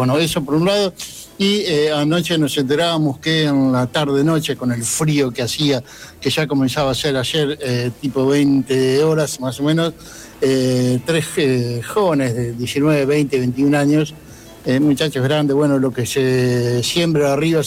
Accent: Argentina; la violencia la hemos vivido mucho aquí en nuestro país

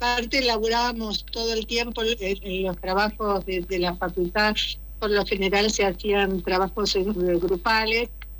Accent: Buenos Aires, Argentina; moved away as an adult; now in Concordia, Argentina; Yo soy de Buenos Aires

